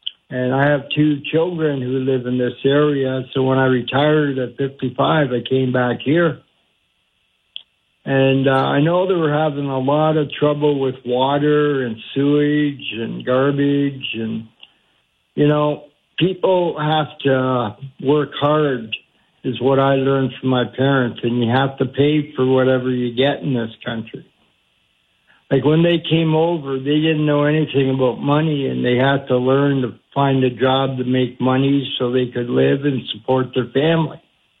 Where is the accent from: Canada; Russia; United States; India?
Canada; Kitchener, Ontario; And I grew up in, I was born in Kitchener to parents who immigrated after the Second World War with my two older brothers.